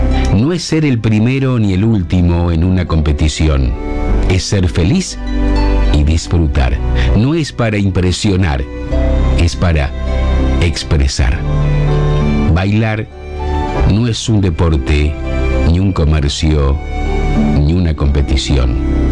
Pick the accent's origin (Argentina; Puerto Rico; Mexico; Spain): Argentina; Arequito, Santa Fe; moved away; Hace mucho tiempo no voy al balneario de mi pueblo, de Arequito